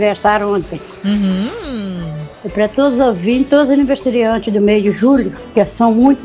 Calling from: Brazil; Eu sou do Cobre dos Pinheiros, de Vila Nova.

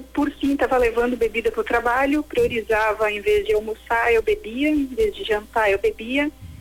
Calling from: Porto Alegre, Rio Grande do Sul, Brazil; De Porto Alegre, Rio Grande do Sul.

